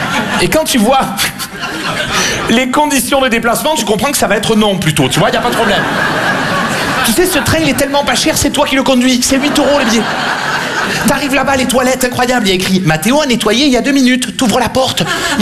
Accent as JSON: {"language": "French", "town": "Marseille", "region": "Provence-Alpes-Côte d'Azur", "country": "France", "tie": "born or raised there", "said": "j'ai grandi à Marseille."}